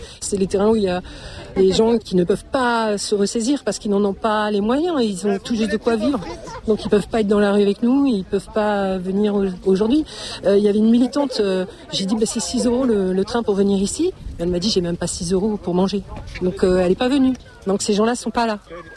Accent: Le Havre, Normandy, France; Bah exactement, je viens du Havre et ce méga canal nous concerne aussi

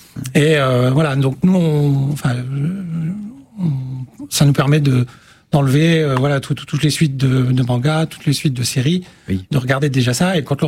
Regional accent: Occitanie, France; moved away; Non, parce que je ne suis pas originaire de la région. Je suis originaire du PO

